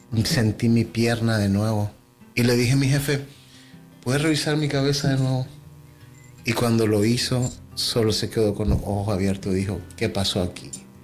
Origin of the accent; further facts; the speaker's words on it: Nicaragua; Yo soy de Nicaragua y yo pude, gracias al Señor, me dio la oportunidad de traer a mi familia.